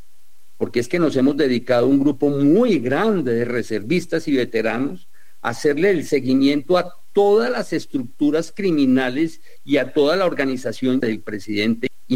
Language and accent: Spanish; Colombia